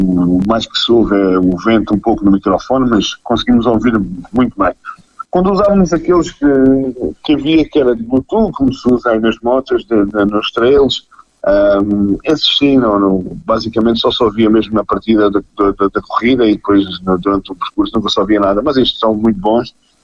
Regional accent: Portugal; já que estamos a falar para uma rádio da nossa zona, para a Rádio Porto Alegre, e que sou de Porto Alegre.

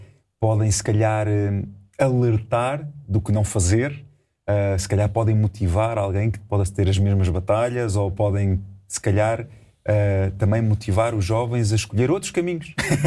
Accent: Caldas da Rainha, Centro, Portugal; also born or lived in Lisbon; Eu nasci em Lisboa até aos meus 3 anos. Vivi com os meus pais até aí. Depois os meus pais separaram-se e eu fui viver para as Caldas.

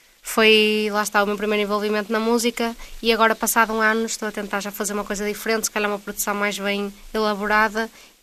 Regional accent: Vila Nova de Famalicão, Norte, Portugal; also born or lived in Mirandela / Alvites

